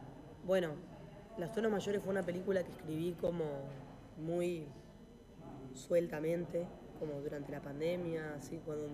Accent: Buenos Aires Province, Argentina; moved away as an adult; now in Buenos Aires, Argentina; Yo crecí en el conurbano bonaerense, pero toda mi vida fue... Ahora vivo en Buenos Aires, igual en Capital, hace muchos años.

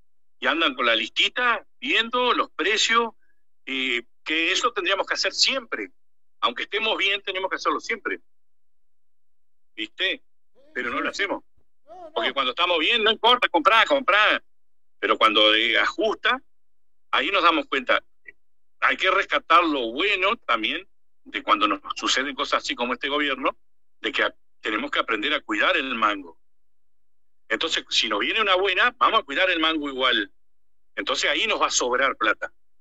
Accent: Argentina; yo soy argentino

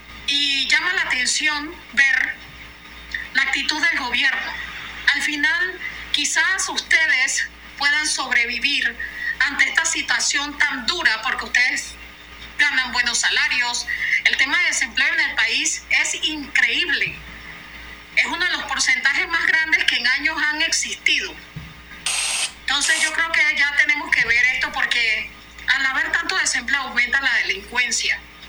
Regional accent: Panama; now in Colón, Panama; nosotros como panameños

